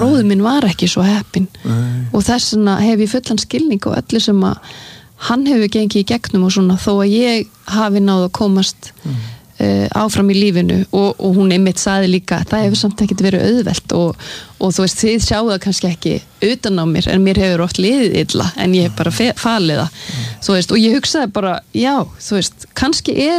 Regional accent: Sweden; born or raised there

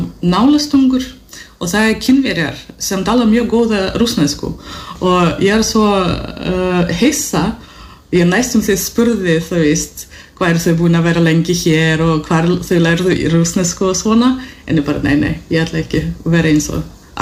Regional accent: Russia; Icelandic is a second language; now in Iceland; það ekki bara að vera rússi heldur líka innflytjandi af því að þessi spurning hvaðan ertu þú talar svo góða íslensku lalalala

